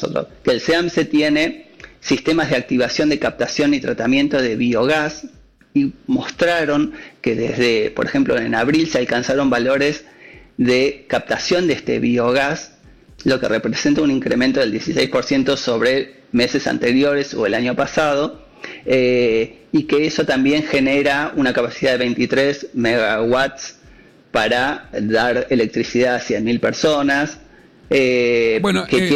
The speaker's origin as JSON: {"language": "Spanish", "town": "Bariloche", "region": "Río Negro", "country": "Argentina", "said": "Yo soy de Bariloche y es una vergüenza tener eso al cerca de la ciudad"}